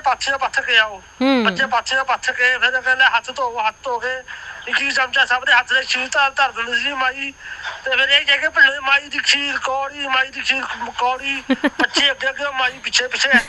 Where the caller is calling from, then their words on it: Malerkotla, Punjab, India; ਲੋਹਾ ਬਾਜ਼ਾਰ ਮਲੇਰਕੋਟਲਾ ਤੋਂ ਬੋਲਦਾ